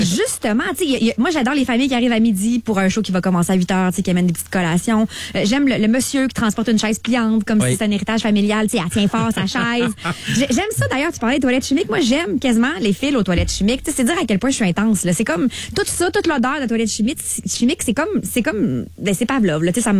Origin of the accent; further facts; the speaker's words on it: Quebec City, Quebec, Canada; Je viens de Québec, donc j'allais sur les plaines à chaque année. Ouais. Tu sais, mon adolescence s'est façonnée sur les plaines, à coup de 23 juin.